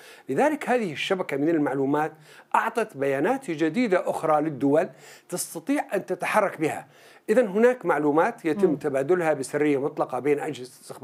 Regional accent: Syria; لدينا كسوريين

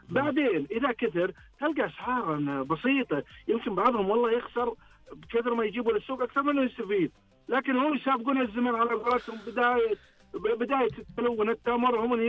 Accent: Al-Qassim, Saudi Arabia; عندنا بالقصيم

